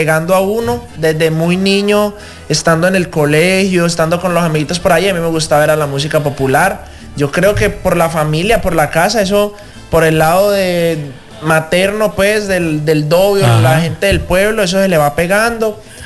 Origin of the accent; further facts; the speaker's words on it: Cali, Valle del Cauca, Colombia; born there; now in Jamundí, Colombia; Hermano, yo soy de Cali, yo soy nacido en Cali, Colombia.